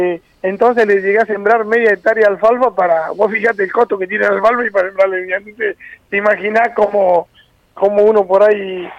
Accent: La Paz, Entre Ríos, Argentina; moved away; yo soy de La Paz, Entre Ríos

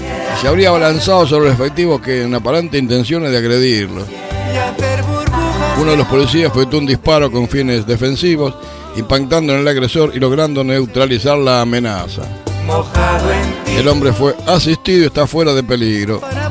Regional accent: Acevedo, Buenos Aires Province, Argentina; born or raised there

